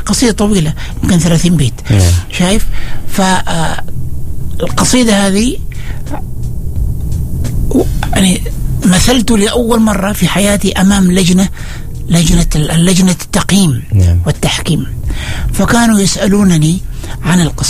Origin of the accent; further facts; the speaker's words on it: Oman; moved away; also born or lived in Kuwait; قلت له: نعم أنا عماني.